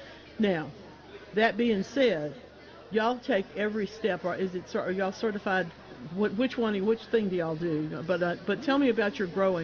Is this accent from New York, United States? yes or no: no; Mississippi, United States